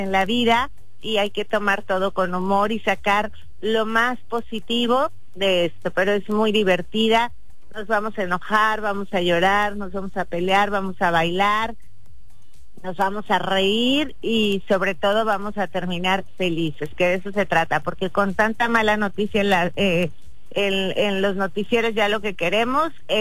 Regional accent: Durango, Mexico; Igual que yo, que yo soy de Durango.

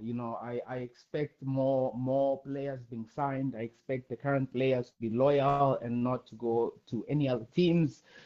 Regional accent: Soweto, Gauteng, South Africa; moved away as an adult; now in Russia; I am a Soweto native. I am an Orlando native. I was born in Orlando

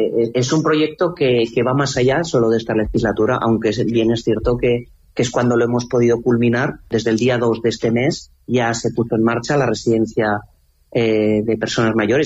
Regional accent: Mequinenza, Aragon, Spain; Pues ser alcalde de mi pueblo, lo primero que me viene pues es que es el mayor honor que puede tener un ciudadano, ¿no? Un ciudadano de Mequinenza. Es un pueblo pequeño, para lo que es Aragón ya tiene una cierta dimensión, ¿no?

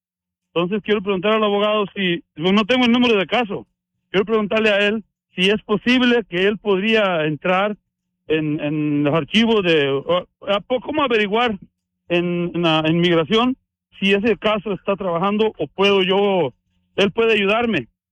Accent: Mexico

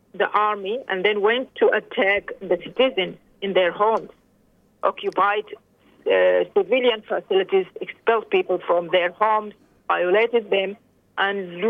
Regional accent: Khartoum, Sudan; moved away as an adult; now in Australia; I was born and raised in Khartoum, Sudan, where I completed all my primary and secondary education.

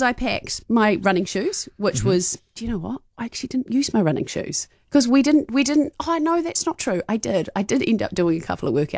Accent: New Zealand; Or is that just me as a Kiwi?

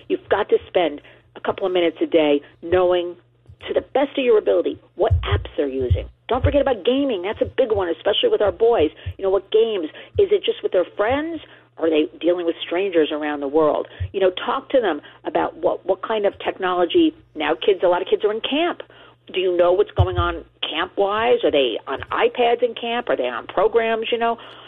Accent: New Jersey, United States; I'm glad you brought up Congressman Chris Smith from New Jersey. Everybody, my home state, proud to say.

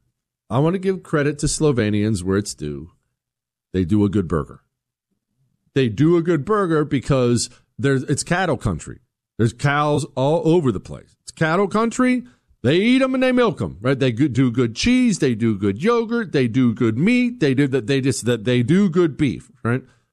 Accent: Toronto, Ohio, United States; also born or lived in Steubenville; I was born in Steubenville, Ohio. Town, unless you're from Ohio, you probably haven't heard of it, but Steubenville, Ohio, southeast Ohio. I did not live there. We lived in a teeny tiny town called Toronto, Ohio. Not Toronto, Canada.

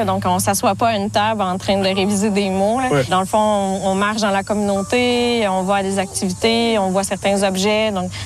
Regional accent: Odanak, Quebec, Canada; Oui, j'ai grandi à Odanak.

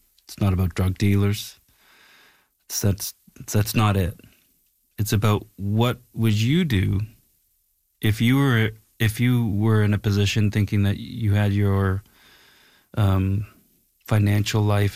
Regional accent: Nova Scotia, Canada; moved away as an adult; now in Los Angeles, United States; I moved from Nova Scotia to Los Angeles to go to the American Film Institute.

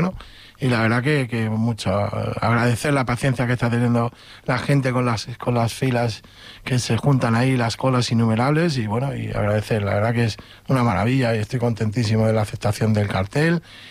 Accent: Talavera de la Reina, Castilla-La Mancha, Spain; mi tierra, a mi gente.

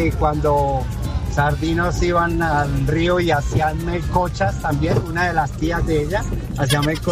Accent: La Vega, Cundinamarca, Colombia; Yo soy de La Vega, Cundinamarca.

